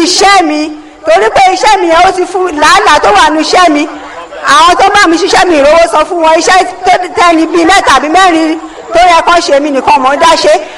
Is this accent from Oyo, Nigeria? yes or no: no; Ogun, Nigeria; Mo wa lati Aton Lusada region, Ogun West Nigeria.